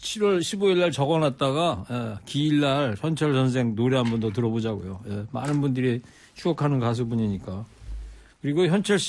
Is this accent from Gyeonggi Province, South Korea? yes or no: yes; Anseong, Gyeonggi Province, South Korea; 제 고향이 경기도 안성시 삼중면이거든요.